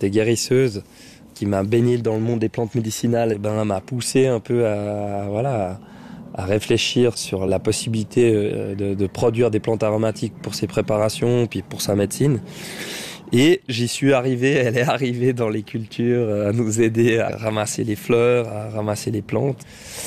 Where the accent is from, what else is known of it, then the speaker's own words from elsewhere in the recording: Versoix, Geneva, Switzerland; Je suis originaire de Versoix. J'ai grandi dans la cité.